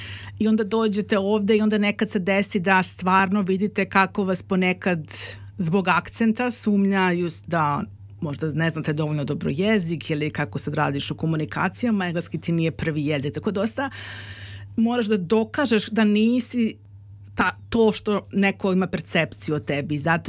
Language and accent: Serbian; Belgrade, Serbia; moved away as an adult; now in Australia; iz Beograda sam, došla sam u Staliju pre 10 godina